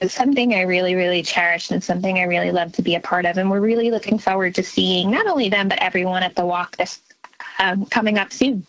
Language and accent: English; Long Island, New York, United States; I'm from Long Island, and I'm a wife and a mom of three girls, and I live just very close to Jones Beach, where our walk will be held.